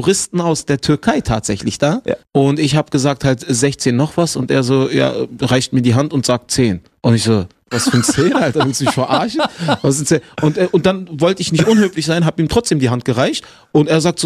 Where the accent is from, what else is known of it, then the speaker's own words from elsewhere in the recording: Germany; Deswegen haben wir zu Hause halt immer Türkisch gesprochen und draußen halt immer Deutsch.